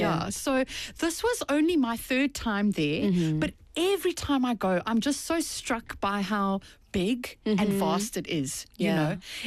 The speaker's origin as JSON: {"language": "English", "region": "England", "country": "United Kingdom", "accent": "English", "said": "It might be my English just coming in there, you know, in my little weird accent."}